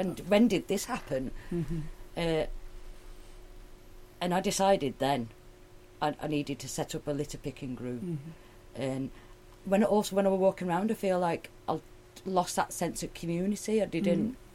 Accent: Walsall, West Midlands, United Kingdom; accent: Yam Yam; moved away as an adult; now in Rotherham, United Kingdom; I'm actually from Walsall near Birmingham originally.

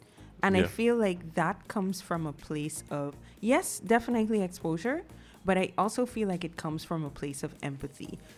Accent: Guyana

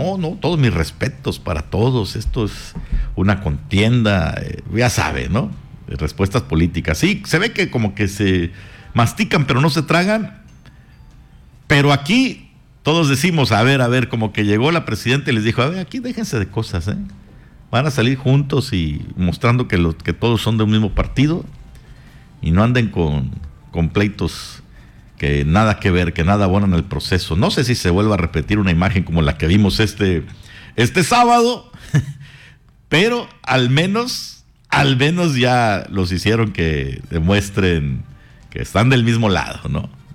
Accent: Mexico

